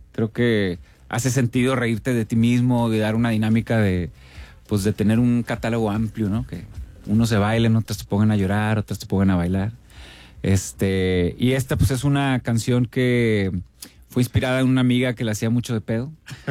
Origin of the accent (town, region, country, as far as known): Monterrey, Nuevo León, Mexico; born or raised there